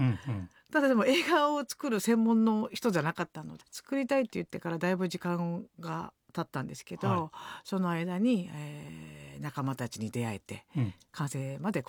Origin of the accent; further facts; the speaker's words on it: Saitama, Japan; born there; 私4姉妹なんですね、で、埼玉県で生まれて、